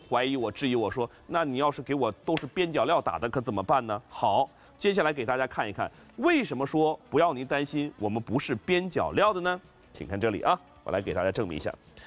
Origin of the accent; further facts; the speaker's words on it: Northeast China, China; 我是一个东北人，我估计可能有些观众听我说话也能感觉出来我说话的风格。